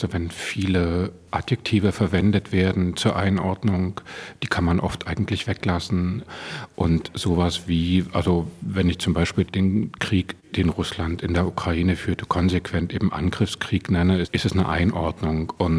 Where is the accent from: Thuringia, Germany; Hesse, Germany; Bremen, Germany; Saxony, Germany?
Saxony, Germany; Leipzig; born there; moved away as an adult; also born or lived in Hamburg; ich bin 1971 in Leipzig geboren